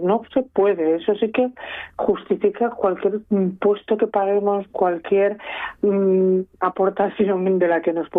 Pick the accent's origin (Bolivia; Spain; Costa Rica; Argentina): Spain; Asturias; sabes que yo cuando toco que temas de mi tierra, bueno, de la zona donde vivo, que es el suroccidente